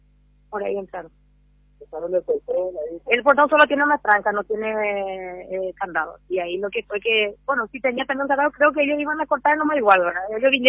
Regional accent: Paraguay; born there; Yo soy paraguaya, hija de brasilero. Sí. Yo nací acá en esta ciudad.

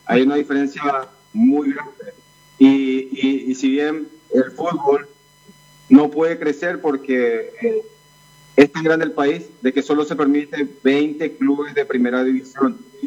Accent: Paraguay; moved away as an adult; also born or lived in Argentina; now in New York, United States; nosotros también como paraguayos estamos preparados para lo que es el Mundial

